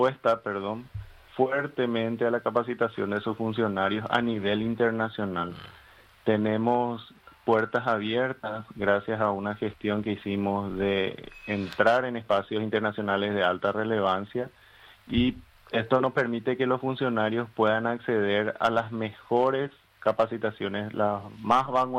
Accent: Paraguay

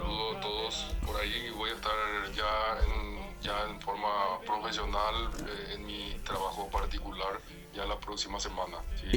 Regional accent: Paraguay; primero soy paraguayo, después soy cerroporteño y después soy americano.

